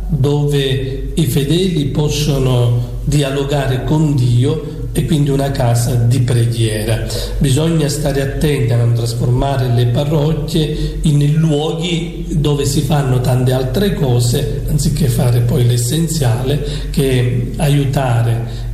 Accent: Acireale, Sicily, Italy; now in Patti, Italy; io provengo dalla diocesi di Acireale, ci sono parrocchie anche grosse, 12.000, 11.000 abitanti

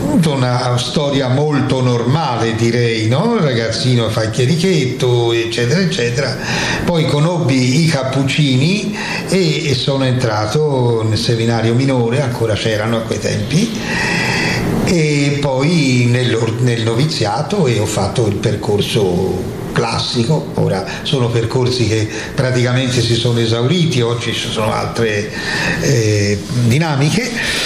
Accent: Florence, Tuscany, Italy; also born or lived in Verona; Quindi sono cresciuto a Firenze. Abbiamo girato un pochino, ma insomma poi a Firenze. Ho sempre abitato

